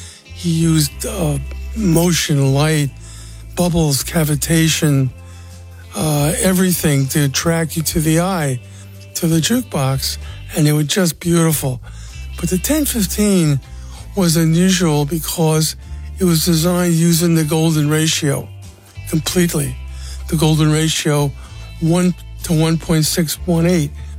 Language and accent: English; Bronx, New York, United States; Well, I grew up in the Northeast Bronx, New York. I lived in an apartment house.